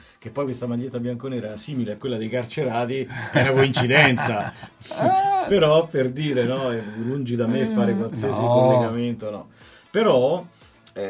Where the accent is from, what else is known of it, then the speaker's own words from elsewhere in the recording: Rome, Lazio, Italy; io e mia moglie siamo romani, quindi in casa comunichiamo in romano.